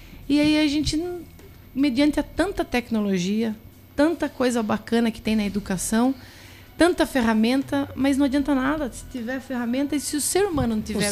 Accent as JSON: {"language": "Portuguese", "town": "Guareí", "region": "São Paulo", "country": "Brazil", "said": "Eu sempre tive orgulho de dizer que eu sou de Guareí."}